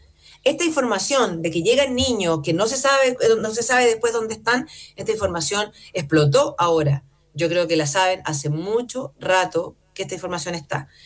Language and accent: Spanish; Chile; lo racista que somos los chilenos